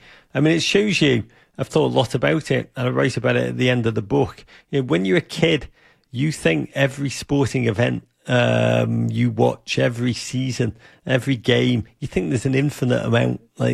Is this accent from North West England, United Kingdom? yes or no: yes; Liverpool, North West England, United Kingdom; You know, I grew up in Liverpool at a time when the economy was terrible in Britain and the North was ravaged post-industrially.